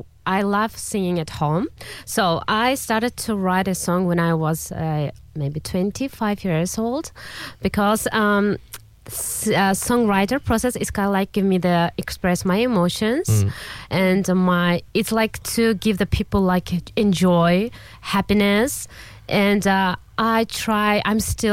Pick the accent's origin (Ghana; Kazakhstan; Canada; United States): Kazakhstan; English is a second language; moved away as an adult; now in Sydney, Australia; growing up in Kazakhstan gave me a deep appreciation for emotional melodies and storytelling. Our culture has a beautiful traditional music